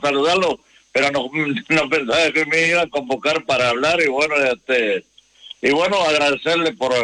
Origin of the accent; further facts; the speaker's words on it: Capilla Farruco, Durazno, Uruguay; moved away as an adult; now in Montevideo, Uruguay; mi madre me llevó a los Pagos de Saibal, ahí me crié yo y trabajé todos los años ahí, hasta los 30 años estuve ahí